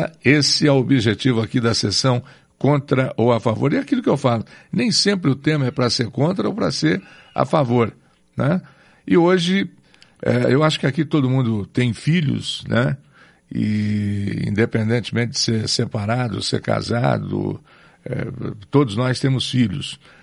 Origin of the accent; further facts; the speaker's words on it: Ribeirão Claro, Paraná, Brazil; sou paranaense de Ribeirão Claro, com muito orgulho, mas comecei a fazer rádio no interior de São Paulo.